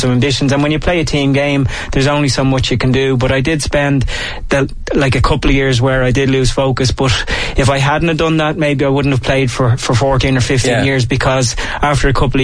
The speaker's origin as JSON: {"language": "English", "country": "Ireland", "tie": "born or raised there", "said": "growing up in Ireland"}